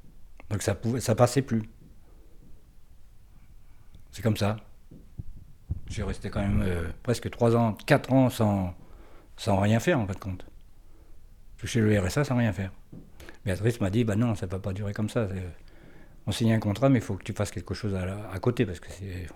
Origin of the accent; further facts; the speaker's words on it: Poissy, Île-de-France, France; born there; now in Brioude, France; Alors je suis né le 14-01-63 à Poissy dans les Yvelines.